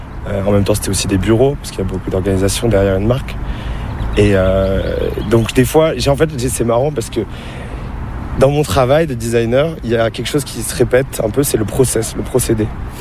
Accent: Paris, Île-de-France, France; Je suis né à Paris, dans le 12e. J'ai fait toute mon adolescence à Paris

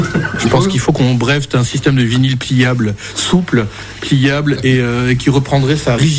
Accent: Réunion; moved away as an adult; now in Toulouse, France; je suis arrivé à Toulouse, moi, en tant que musicien, par les … qui s'étaient pointés. Je suis originaire de La Réunion.

